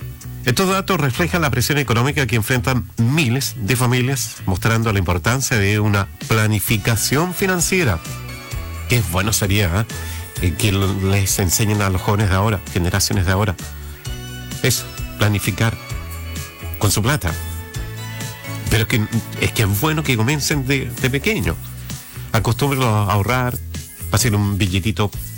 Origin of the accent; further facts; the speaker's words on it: Chile; está revelando cómo somos los chilenos